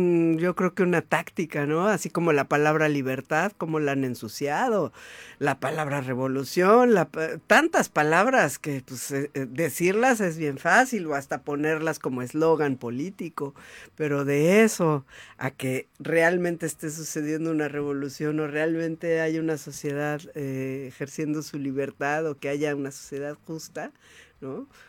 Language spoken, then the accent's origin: Spanish; Mexico; soy mexicana